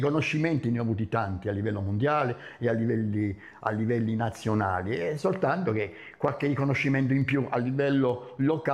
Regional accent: Taranto, Apulia, Italy

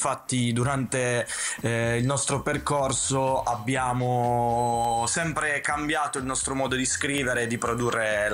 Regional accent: Capurso, Apulia, Italy; Sì, sì, vicino Bari, di Capurso.

